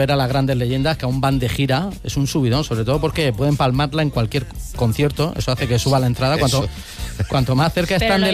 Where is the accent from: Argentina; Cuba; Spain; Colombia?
Spain; Orihuela, Valencian Community; a mi pueblo, a Orihuela